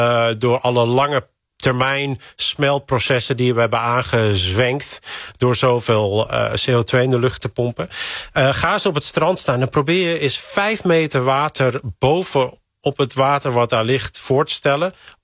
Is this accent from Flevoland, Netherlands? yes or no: no; Texel, North Holland, Netherlands; waar ik vandaan kom, op Texel